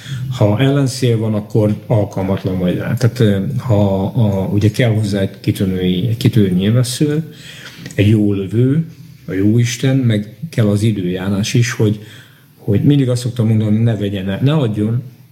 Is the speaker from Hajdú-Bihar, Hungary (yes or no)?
yes; Hajdú-Bihar, Hungary; born there; régen én Nagyunáláson születtem, ez Bocskai harci város volt egykor